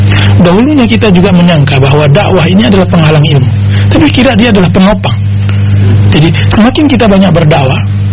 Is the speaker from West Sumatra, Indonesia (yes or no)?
yes; West Sumatra, Indonesia; kami kebetulan ibu sekampung ya.